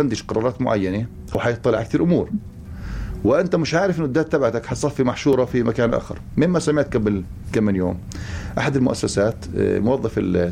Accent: Palestine; عندنا في فلسطين

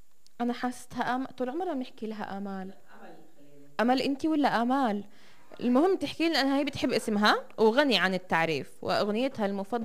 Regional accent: Nablus, West Bank, Palestine; عندنا بنابلس

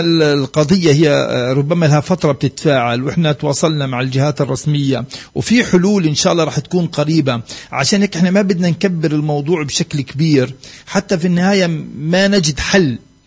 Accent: Palestine; عندنا في فلسطين

